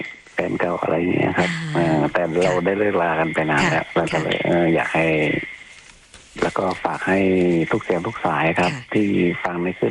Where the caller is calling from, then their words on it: Si Satchanalai, Sukhothai, Thailand; also born or lived in Bangkok; อยู่แถวอำเภอศรีสัตครับ